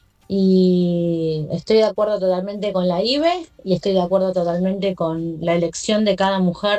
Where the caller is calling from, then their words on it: Lomas de Zamora, Buenos Aires Province, Argentina; de Lavallol, Lomas de Zamora